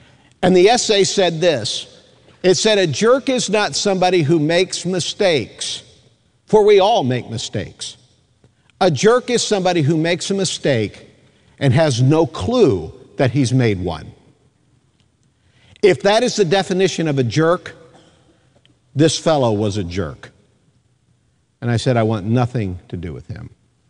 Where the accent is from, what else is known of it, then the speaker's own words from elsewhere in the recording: Mansfield, Ohio, United States; born there; I was in fifth grade, going to Mansfield Christian School in Mansfield, Ohio